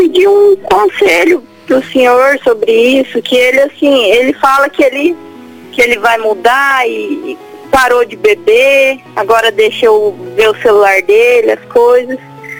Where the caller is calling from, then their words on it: Pará, Brazil; Eu falo do Pará.